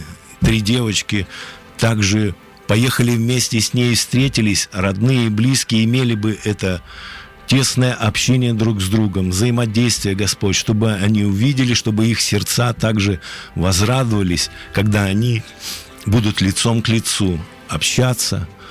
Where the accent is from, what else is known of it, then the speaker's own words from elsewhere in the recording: Bryansk Oblast, Russia; И мы вместе с Екатериной из Брянска, мы из Брянской области